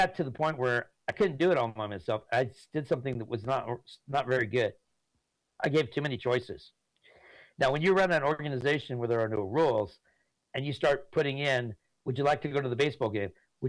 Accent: California, United States; I'm from California.

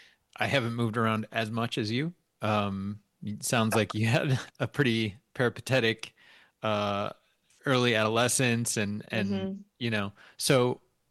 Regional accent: Sturgeon Bay, Wisconsin, United States; also born or lived in Green Bay; I grew up in northern Wisconsin. I grew up in Sturgeon Bay, moved to Green Bay for high school.

